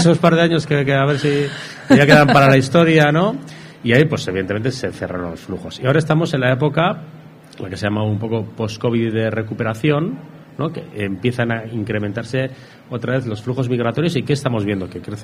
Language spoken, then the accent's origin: Spanish; Ermua, Basque Country, Spain; Spanish is a second language; No, pues yo soy de Ermua, ya, pero ¿de dónde? Que soy de Ermua.